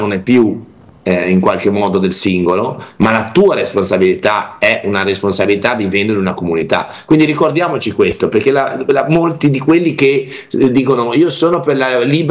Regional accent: Liguria, Italy; Io mi vergogno di questi dati da Ligure. Noi siamo la peggior regione del centro-nord

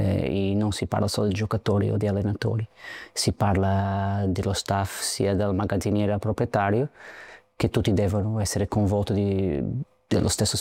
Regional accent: Portugal; Italian is a second language; E come portoghese, che non siamo molto diversi dagli italiani da tanti secoli che abbiamo girato al mondo

